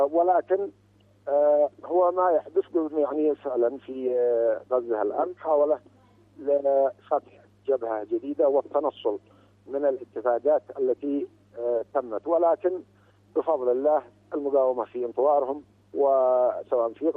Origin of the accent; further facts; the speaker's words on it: Yemen; نحن شعب يمني لا ينسى ثاره ولن ننسى حقنا